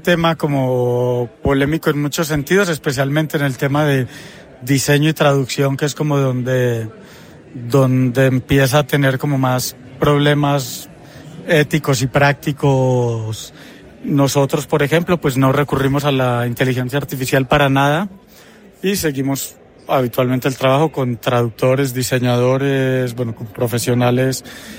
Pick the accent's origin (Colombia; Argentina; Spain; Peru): Colombia; moved away; Una personal, como te decía, yo soy colombiano. Antes de irme... participé en la Filbo varias veces